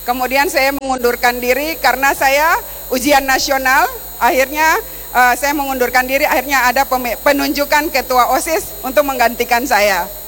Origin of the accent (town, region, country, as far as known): Ternate, North Maluku, Indonesia; born or raised there; moved away as an adult; also born or lived in Jakarta